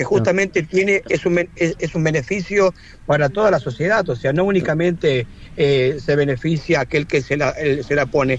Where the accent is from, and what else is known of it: Argentina